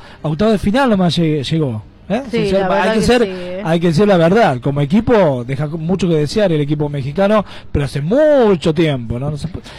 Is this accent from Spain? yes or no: no; Argentina